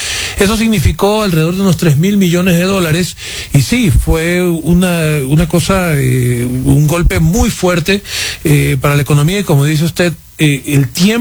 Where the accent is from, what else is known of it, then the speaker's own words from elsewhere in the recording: Ecuador; somos más ecuatorianos